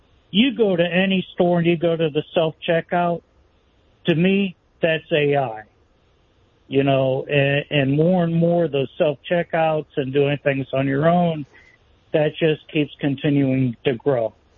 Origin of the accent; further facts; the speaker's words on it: Ohio, United States; I grew up in Ohio. There's not many jobs there.